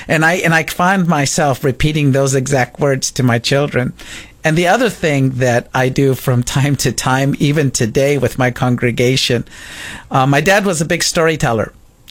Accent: Wilmington, California, United States; I grew up in a small town called Wilmington, and that is in Southern California. Some of the larger bordering cities would be Carson and San Pedro and Lomita. So, yeah, I grew up in Wilmington, California, the heart of the harbor.

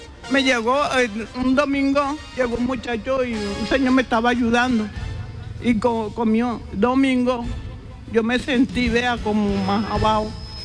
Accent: Calamar, Bolívar, Colombia

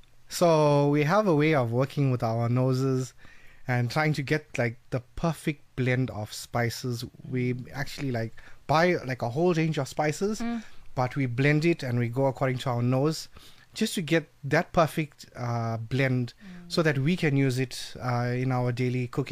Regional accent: Durban, KwaZulu-Natal, South Africa; born and brought up in Durban.

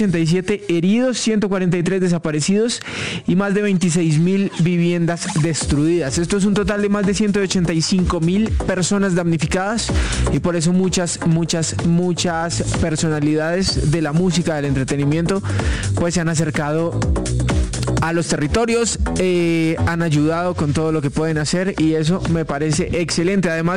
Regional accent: Colombia; lo que somos como colombianos

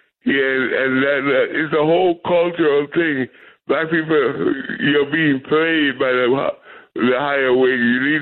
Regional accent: Trinidad & Tobago; when a little kid growing up in Trinidad, they had a Black Power movement in the 1960s and 70s with Stokey Carmichael, Port of Spain, Trinidad. Well, we were little kids.

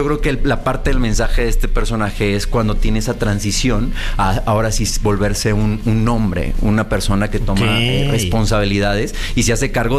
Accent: Sahuayo, Michoacán, Mexico; Yo soy de Michoacán

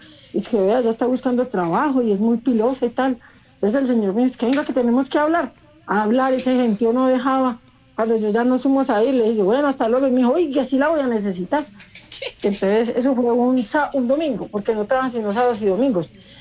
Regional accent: Manizales, Caldas, Colombia; Yo soy de Manizales, Caldas.

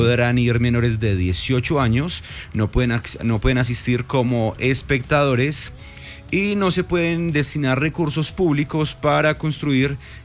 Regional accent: Manizales, Caldas, Colombia; a nosotros los que somos de aquí de Manizales

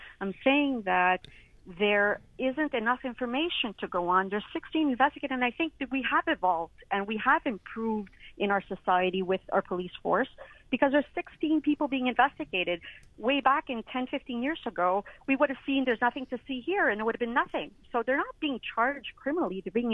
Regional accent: Montreal, Quebec, Canada; I grew up in Montreal North, and it's a culture that's a very rich population, but it's not an easy population

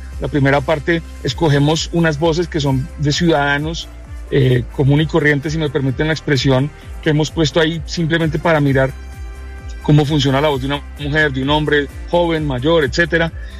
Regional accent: Bogotá, Bogotá Capital District, Colombia; born there; Bogotá es un centro donde nos encontramos quienes nacimos acá, pero también quienes han llegado acá y han decidido hacer su proyecto de vida acá.

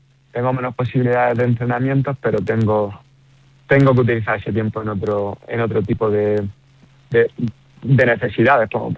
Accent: Motril, Andalusia, Spain; intento llevar el nombre de aquí de Motril, de la costa, que se sepa también que estamos en Granada y Andalucía.

